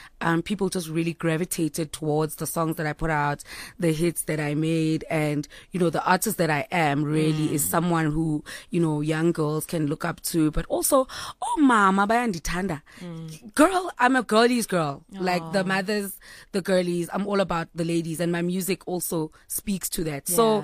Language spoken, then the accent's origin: English; Mthatha, Eastern Cape, South Africa; English is a second language; You know, my language is my pride. You know what I mean? Like, you better know. I'm from Mthatha, Mtshana.